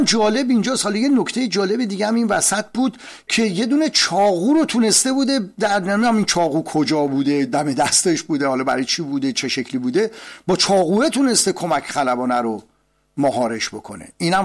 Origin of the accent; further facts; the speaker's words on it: Iran; خب حالا که صحبت وطنمون و عزیزان و همه میهندوستان و عزیزان و مردم ایران و اینا شد